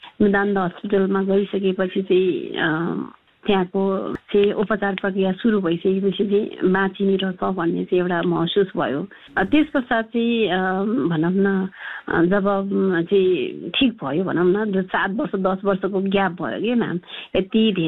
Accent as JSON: {"language": "Nepali", "town": "Bhaktapur", "region": "Bagmati", "country": "Nepal", "tie": "born or raised there", "said": "म जन्मेको थिएँ भक्तपुरको गुन्डु अहिले फेमस नै छ गुन्डु भन्ने ठाउँ"}